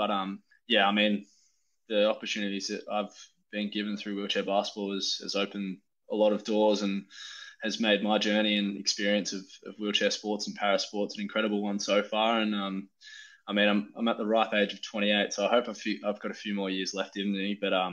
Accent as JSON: {"language": "English", "town": "Bendigo", "region": "Victoria", "country": "Australia", "said": "so my journey's I'm originally from Bendigo, Victoria."}